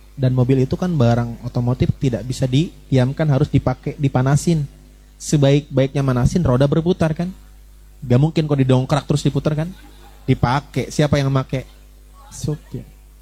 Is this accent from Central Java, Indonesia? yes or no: yes; Brebes, Central Java, Indonesia; moved away; di tempat tinggal saya dulu di Brebes. Saya asalnya dari Brebes, Jawa Tengah.